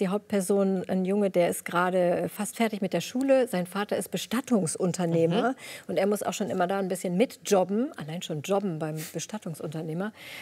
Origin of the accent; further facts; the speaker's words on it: Braunschweig, Lower Saxony, Germany; Das spielt in der niedersächsischen Provinz, so ein bisschen in der Nähe, wo ich herkomme, Braunschweig, so Zonenrandgebiet